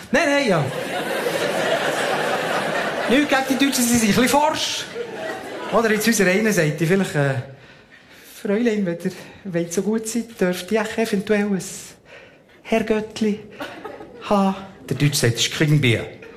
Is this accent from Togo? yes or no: no; Switzerland; Nein, Entschuldigung, aber bei uns in der Schweiz, ja, läuft darum eben der Geschlechterdiskurs auf einem tieferen Niveau ab.